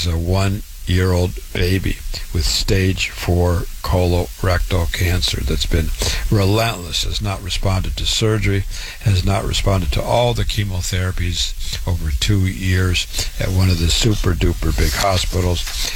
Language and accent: English; Waterloo, Iowa, United States; born and raised in Waterloo, Iowa. Went to public school, university, MD at 25